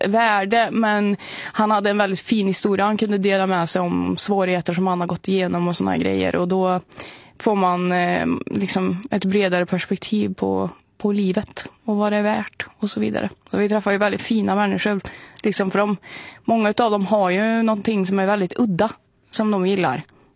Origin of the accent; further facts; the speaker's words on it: Värmland, Sweden; jag är från Värmland liksom